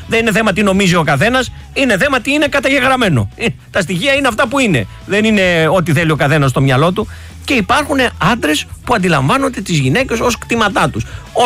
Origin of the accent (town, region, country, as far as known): Greece